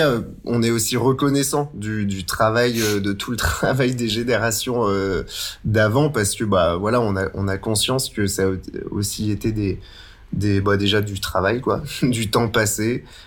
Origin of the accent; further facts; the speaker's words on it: Saint-Étienne, Auvergne-Rhône-Alpes, France; En plus, on est stéphanois et on ose chanter en occitan, alors ouais.